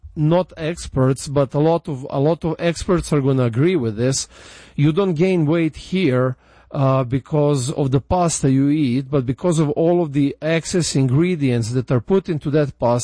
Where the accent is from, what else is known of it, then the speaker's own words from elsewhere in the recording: Serbia; moved away; I went, to Serbia, to my home country, that I moved out from more than 20 years ago.